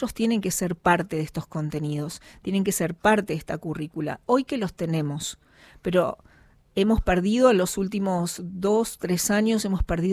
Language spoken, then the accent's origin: Spanish; Tierra del Fuego, Argentina; como argentinos y como fueguinos, ya sean nacidos o por adopción